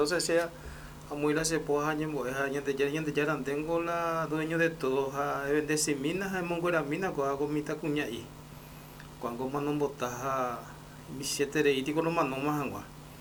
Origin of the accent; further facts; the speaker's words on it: Paraguay; nuestra cultura, nuestra creencia, nuestra vivencia como pueblo paraguayo